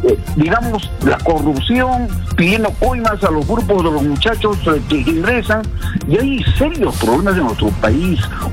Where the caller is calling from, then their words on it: Moquegua, Peru; de la región de Moquegua.